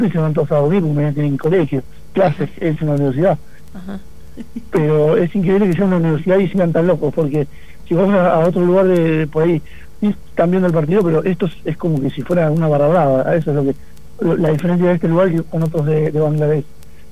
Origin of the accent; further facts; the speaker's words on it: Buenos Aires, Argentina; moved away as an adult; Yo soy de Buenos Aires, de Palermo. Ajá. Uh-huh. Pero bueno, ya hace 16 años que salí a viajar. Ajá. Uh-huh. Fui algunas veces a visitar, sí, pero generalmente paso viajando por todo el mundo.